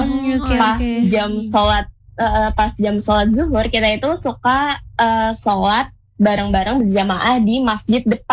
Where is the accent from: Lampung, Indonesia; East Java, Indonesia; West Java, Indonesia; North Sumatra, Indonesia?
Lampung, Indonesia; Bandar Lampung; Sebelumnya perkenalkan … Aku dari Bandar Lampung. Terus sekarang aku jadi mahasiswa.